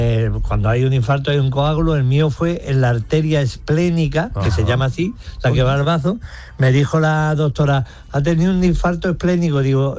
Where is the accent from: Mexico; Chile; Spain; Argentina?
Spain; Jaén, Andalusia; yo disfruto mucho en mi tierra, en Jaén, por ejemplo, en la Sierra Cazorla, ahí se está en la gloria.